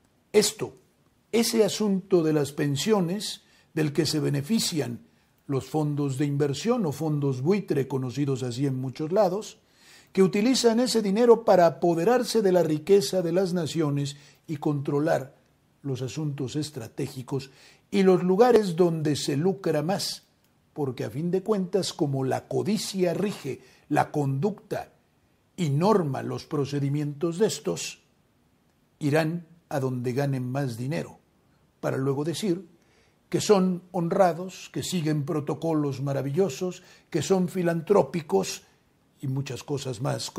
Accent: Mexico; como los mexicanos somos muy buenos anfitriones, y entregamos nuestra casa

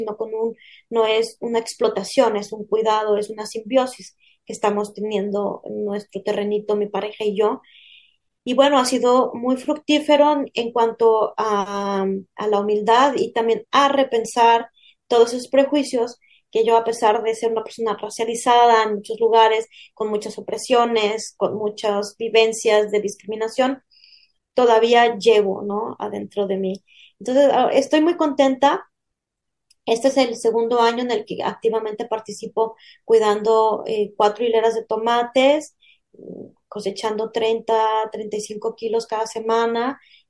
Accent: Mexico; now in Europe; yo como mexicana

